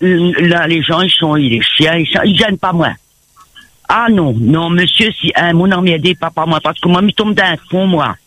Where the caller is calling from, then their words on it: Entre-Deux, Réunion; Ben moi je suis à l'Entre-deux, moi je vis dans la commune de l'Entre-deux.